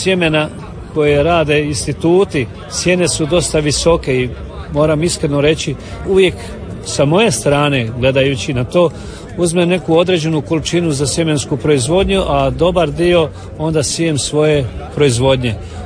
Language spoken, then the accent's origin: Croatian; Bobovac, Sisak-Moslavina County, Croatia; Ja sam iz Bobovca, općina Sunja, to je selo jedno između poteza Sisak i Jasenovac na pola puta kraj same rijeke Save.